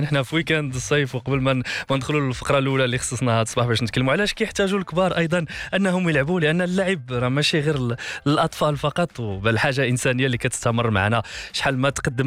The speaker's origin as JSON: {"language": "Arabic", "country": "Morocco", "said": "احنا فرحانين كمغاربة"}